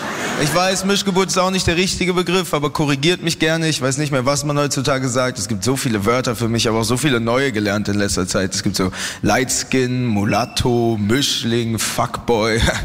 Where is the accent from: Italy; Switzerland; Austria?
Austria; Ich bin Österreicher. Tatsächlich, also nicht nur Österreicher offensichtlich. Ich bin eine Mischgeburt